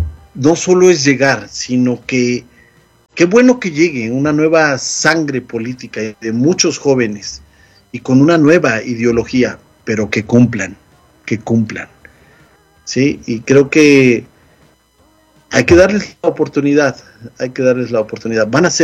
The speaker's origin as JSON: {"language": "Spanish", "region": "Morelos", "country": "Mexico", "said": "yo soy de Morelos, ¿no?"}